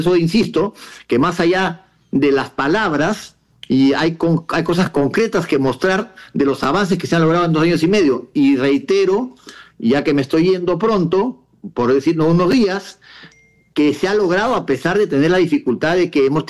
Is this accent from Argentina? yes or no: no; Peru; tengo una expectativa como ciudadano peruano